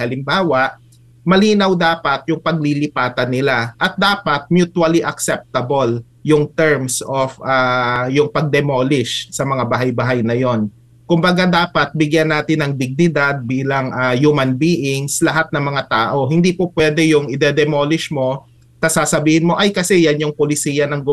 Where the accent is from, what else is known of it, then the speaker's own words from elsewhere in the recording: Bicol Region, Philippines; taga Bicol kasi kami merong isang highway